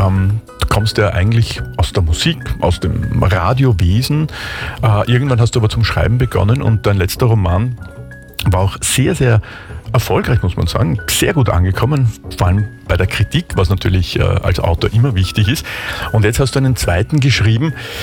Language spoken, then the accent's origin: German; Vienna, Austria; Also wir sind hier in Wien. Ich bin ein gebürtiger Wiener, ein Ur-Wiener sozusagen.